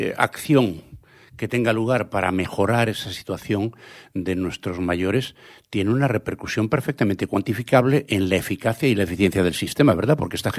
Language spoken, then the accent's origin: Spanish; Santiago de Compostela, Galicia, Spain; en mi pueblo, en Santiago de Compostela